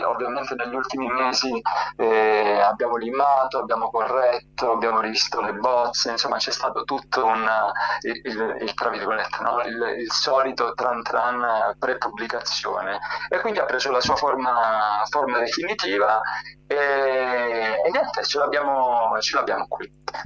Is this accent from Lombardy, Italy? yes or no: no; Soverato, Calabria, Italy; in Calabria, vicino insomma, al mio paese a Soverato